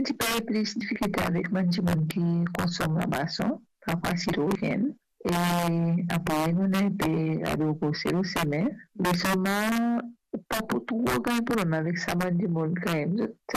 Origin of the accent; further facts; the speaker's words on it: Seychelles; Je suis de Seychelles.